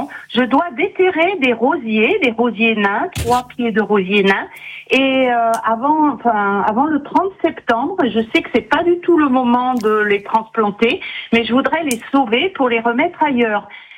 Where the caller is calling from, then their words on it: Privas, Auvergne-Rhône-Alpes, France; Je suis à Privas, la capitale de l'Ardèche.